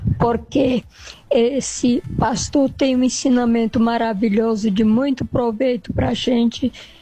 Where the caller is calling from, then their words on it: Pará, Brazil; Petri, eu sou do Pará.